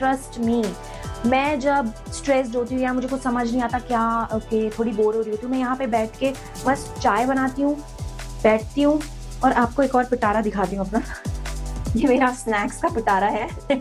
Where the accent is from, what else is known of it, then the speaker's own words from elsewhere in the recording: Dehradun, Uttarakhand, India; moved away; मेरा home town मुझे याद आ जाता है, जो कि है देहरादून।